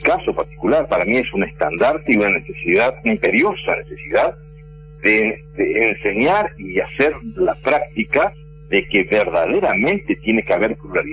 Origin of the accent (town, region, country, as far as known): Argentina